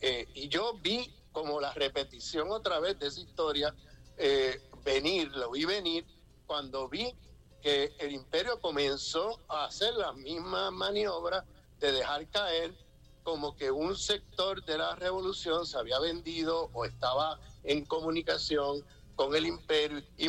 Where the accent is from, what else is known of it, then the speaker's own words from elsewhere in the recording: Puerto Rico; como yo vengo del Caribe, vengo de Puerto Rico